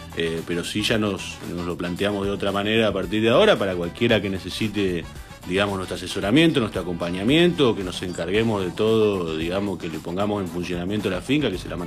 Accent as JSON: {"language": "Spanish", "region": "La Pampa", "country": "Argentina", "said": "somos de La Pampa"}